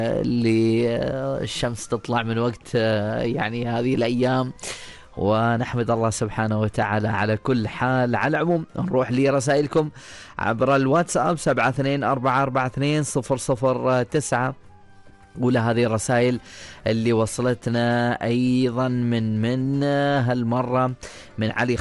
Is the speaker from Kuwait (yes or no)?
no; Oman; وهذا اللي تربينا فيه هنا في سلطنة عمان